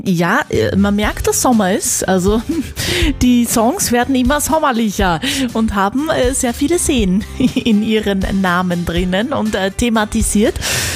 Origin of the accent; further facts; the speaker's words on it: Upper Austria, Austria; weil ich als Oberösterreicherin, Attersee-Liebhaberin, habe mir gedacht